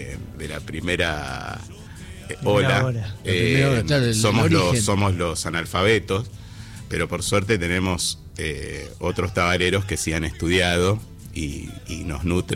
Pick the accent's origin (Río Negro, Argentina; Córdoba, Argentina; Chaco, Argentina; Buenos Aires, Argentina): Buenos Aires, Argentina; also born or lived in Tucumán; Yo soy del barrio de Almagro, desde siempre, pero bueno, mis padres son tucumanos y eso me llevó a vivir hasta por lo menos los 20 años, 4 meses en Tucumán